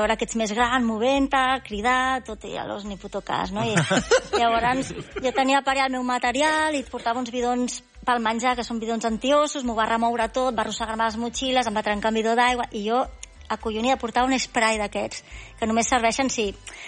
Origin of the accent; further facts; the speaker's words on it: Catalonia, Spain; dos que hi ha som catalans.